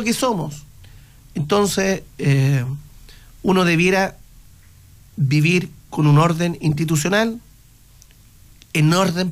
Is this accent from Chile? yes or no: yes; Chile; la envidia es nuestro peor capital como sociedad chilena, creo yo.